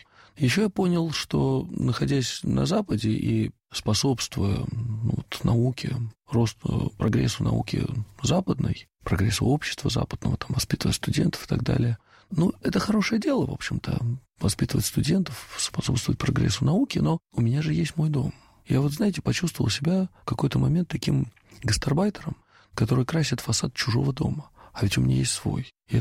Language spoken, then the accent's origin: Russian; Russia; moved away as an adult; also born or lived in United Kingdom / Switzerland / United States; когда уезжал из России, не думал, что когда-нибудь сюда вернусь, и этого не желал. Я хотел уехать отсюда навсегда.